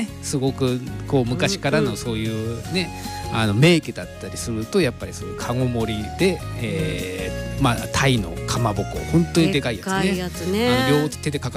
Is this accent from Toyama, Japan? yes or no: yes; Shinminato, Toyama, Japan; まあね、う私新湊のね、うん、まあ出身なんですけど、まあ今時は多分違うと思うんですけど、うん、本当自分が子供の頃とか